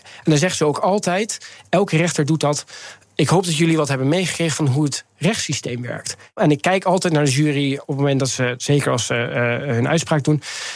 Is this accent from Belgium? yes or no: no; Netherlands; Ik ben opgegroeid in Nederland.